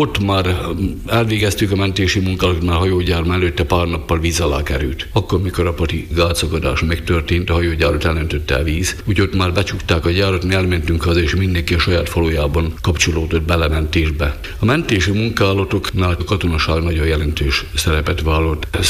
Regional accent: Kolozsnéma, Nitra Region, Slovakia; Ugye gyerekkoromtól én a Duna mellett nőttem, kolozsnémai születésű vagyok

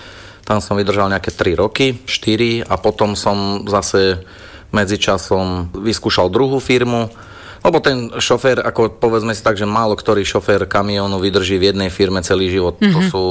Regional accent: Trenčianske Bohuslavice, Trenčín Region, Slovakia; Teraz momentálne pôsobím v obci Opatovce, predtým som ako rodák z Trenčianskych Bohuslavíc pôsobil v zbore v Trenčianskych Bohuslaviciach

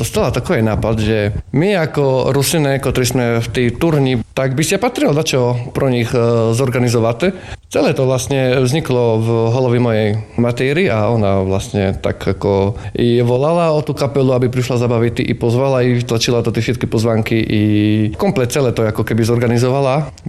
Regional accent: Košice Region, Slovakia; accent: Hačava Rusyn dialect; also born or lived in Turňa nad Bodvou; now in Košice, Slovakia; moji rodiče, ja vlastne pochádzame z Hačovy a hovorím vás po maďarsky, ja skorej sa prikladám ku tej rusinštiny. Ja doma vlastne s rodičami, my len hovoríme po hačovsky, my ani bars po slovensky, ani po maďarsky už vôbec nehovoríme, tak my len hovoríme po hačovsky.

